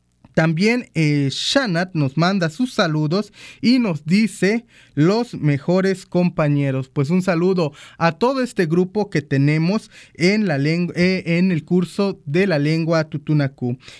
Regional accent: Coxquihui, Veracruz, Mexico; moved away; Pues un saludo allá a mi tierra, Coxquiwi. Soy perteneciente de una comunidad allá de Coxquiwi

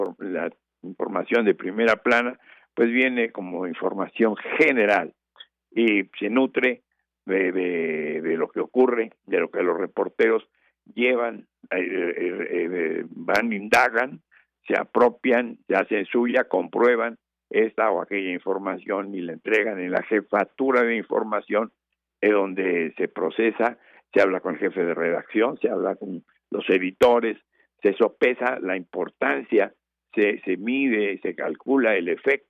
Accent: Jalisco, Mexico; mi tierra maravillosa que es Jalisco

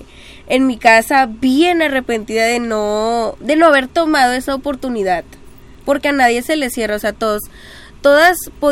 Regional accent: Palau, Coahuila, Mexico; Soy de la villa de Palau.

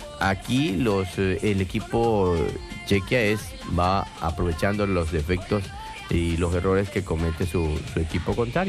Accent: Mexico; nosotros como mexicanos desde nuestro hogar

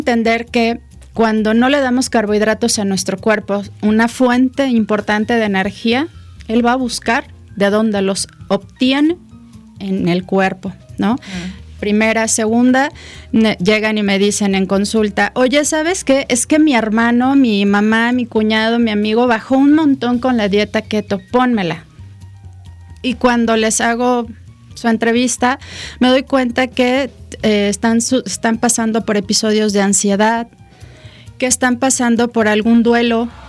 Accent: Mexico; Somos mexicanos.

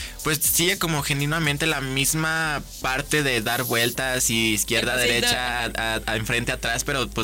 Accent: Jalisco, Mexico; moved away; yo que soy de Jalisco

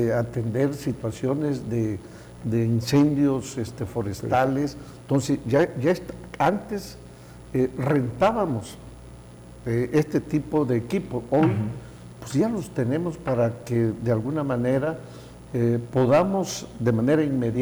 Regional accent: Mexico; algo pendiente como mexicanos es exactamente reencontrarnos con nuestra propia historia

